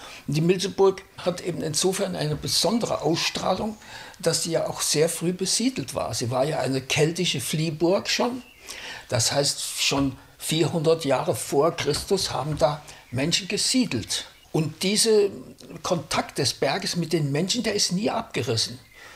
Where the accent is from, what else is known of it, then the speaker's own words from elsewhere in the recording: Rhön, Germany; accent: Rhöner Platt; first language Rhön dialect (Rhöner Platt); German is a second language; ich habe ja erst in der Schule überhaupt Hochdeutsch gelernt. Bis zu meinem 6. Lebensjahr war Rhöner Platt meine Muttersprache. Ich konnte noch kein Wort Hochdeutsch in dieser Zeit. Und erst als ich dann in die Schule kam, habe ich Hochdeutsch gelernt.